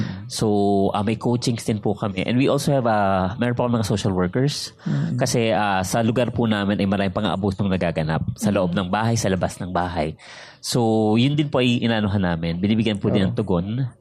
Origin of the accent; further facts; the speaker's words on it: Marikina, Metro Manila, Philippines; Hindi po, ako po ay taga-Marikina.